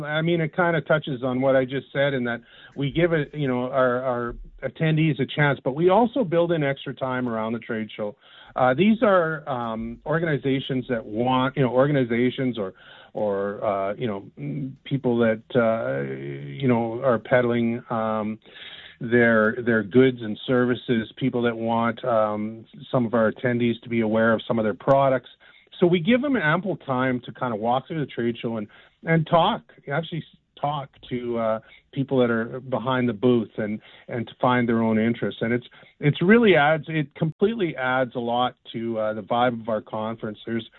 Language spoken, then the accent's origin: English; Canada; But other than that, I mean, we're Canadian across the board.